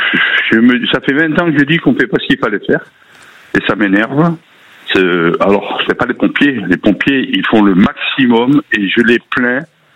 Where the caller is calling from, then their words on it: Occitanie, France; J'habite à Maine, à côté de Lédenon.